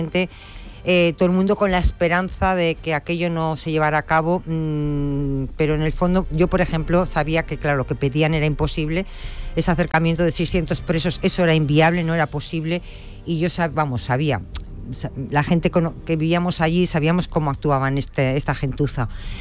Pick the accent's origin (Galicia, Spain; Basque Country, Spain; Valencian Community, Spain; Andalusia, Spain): Basque Country, Spain; Bilbao; Yo, como vasca que soy de Bilbao